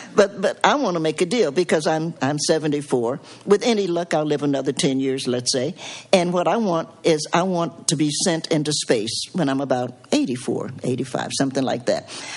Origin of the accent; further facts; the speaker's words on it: Appalachia, United States; aside from the fact that I'm an Appalachian, I'm a big fan of Appalachia.